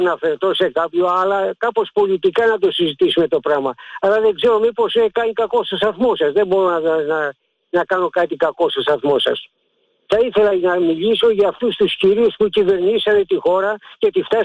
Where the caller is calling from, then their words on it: Piraeus, Attica, Greece; είμαι από Πειραιά.